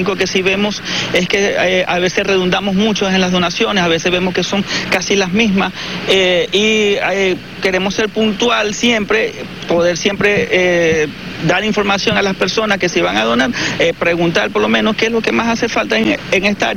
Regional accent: Venezuela; Y bueno, somos venezolanos, somos los mismos y queremos ayudar también.

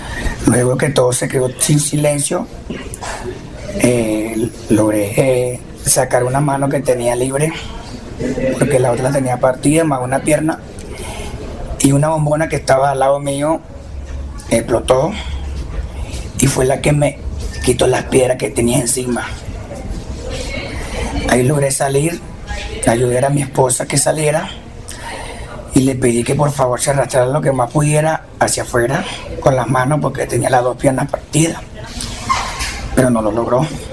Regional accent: La Guaira, Venezuela; Soy de La Guaira, de Caribe.

